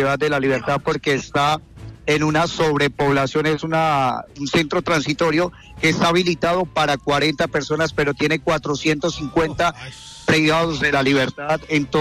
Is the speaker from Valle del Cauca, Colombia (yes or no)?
yes; Cali, Valle del Cauca, Colombia; Nosotros, los locutores de RCN Radio, la mayoría somos de Cali y vivimos en los edificios aledaños a la emisora.